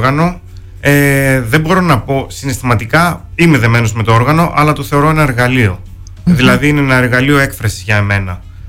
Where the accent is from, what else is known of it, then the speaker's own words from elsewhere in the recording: Lesbos, North Aegean, Greece; moved away as an adult; also born or lived in Arta / Chios / Athens; now in Komotini, Greece; Κατάγομαι από τη Λέσβο. Έχω μεγαλώσει σε ένα χωριό της Λέσβου, Σκάλαση Καμινέα λέγεται. Και εκεί έζησα μέχρι που έφυγα και σπούδασα, ας πούμε, στην Άρτα.